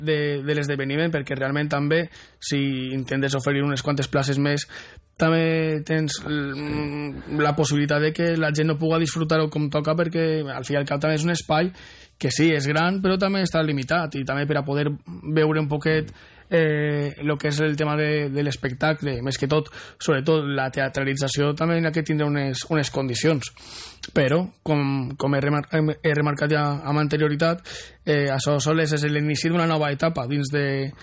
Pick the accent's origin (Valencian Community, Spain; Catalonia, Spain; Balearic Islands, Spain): Valencian Community, Spain; Alfondeguilla; Jo, per exemple, soc d'Alfondeguilla